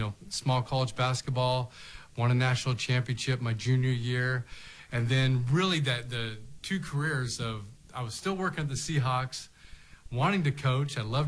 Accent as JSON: {"language": "English", "town": "Everett", "region": "Washington", "country": "United States", "tie": "born or raised there", "also_born_or_lived": "Eugene", "said": "I grew up in the early years in Eugene, but then we moved to Seattle. He was a coach up there for a few years. And so really grew up in Everett, north of Seattle, Cascade High School."}